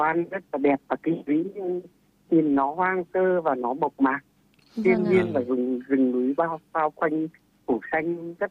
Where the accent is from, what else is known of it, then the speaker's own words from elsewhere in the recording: Can Lộc, Hà Tĩnh, Vietnam; À đúng rồi, mình quê ở gốc ở Can Lộc, Hà Tĩnh.